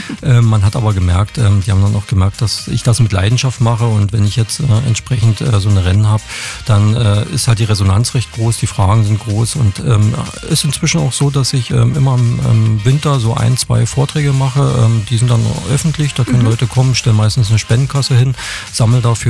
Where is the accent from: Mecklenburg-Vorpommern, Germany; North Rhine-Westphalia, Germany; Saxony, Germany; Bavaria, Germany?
Saxony, Germany; Krauschwitz; Also ich habe es jetzt in der Ecke, wo ich herkomme, das ist die sächsische Lausitz, also Krauschwitz die Ecke.